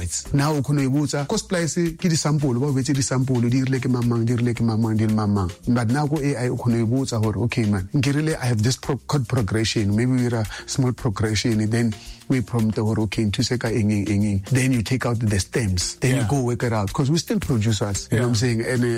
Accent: Pretoria, Gauteng, South Africa; I'm from Pretoria and then now I'm doing Chrome.

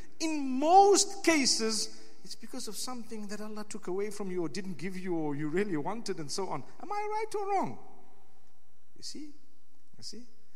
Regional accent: Zimbabwe; now in Cardiff, United Kingdom

